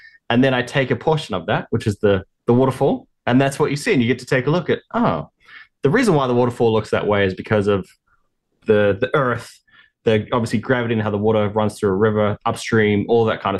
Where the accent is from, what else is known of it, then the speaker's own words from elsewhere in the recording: New Zealand; there's kind of this framework or a backbone of my work and what I do that has entirely come from growing up in New Zealand, my home, where I've had this relationship with nature.